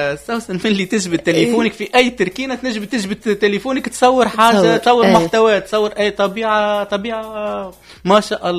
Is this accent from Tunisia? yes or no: yes; Tunisia